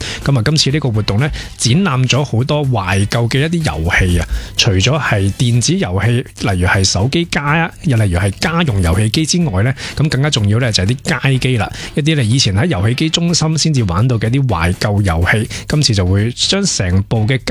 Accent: Hong Kong

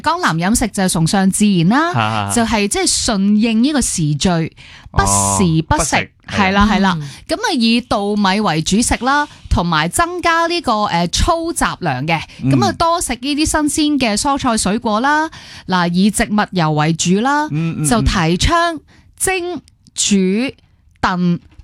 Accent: Hong Kong; 我哋香港人

